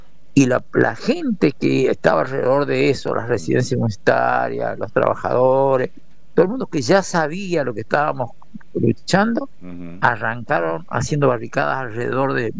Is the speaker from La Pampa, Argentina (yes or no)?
no; Tucumán, Argentina; yo soy el único de Tucumán